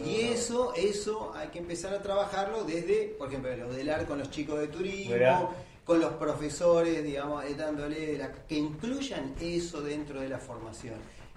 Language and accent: Spanish; Argentina; yo como argentino vengo a Salto